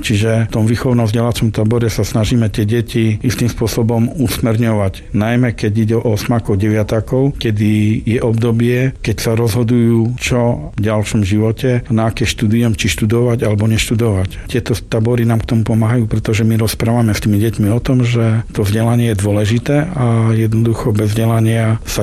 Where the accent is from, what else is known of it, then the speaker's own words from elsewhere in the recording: Prešov, Prešov Region, Slovakia; first language Romani; Slovak is a second language; My tým, že sme romskou prešovskou rodinou, tak ja som vyrástal v romskej rodine, kde sa od mala komunikovalo, alebo respektíve som počúval romčinu. Ja do svojho vstupu do materskej škôlky, ja som napríklad nevedel rozprávať po slovensky.